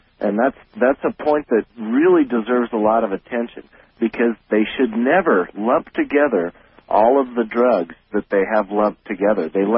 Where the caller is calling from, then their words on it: Fresno, California, United States; from Fresno, California.